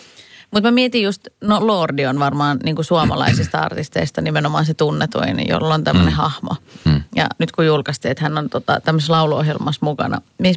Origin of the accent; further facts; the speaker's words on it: Turku, Southwest Finland, Finland; mä oon Turusta siitä vierestä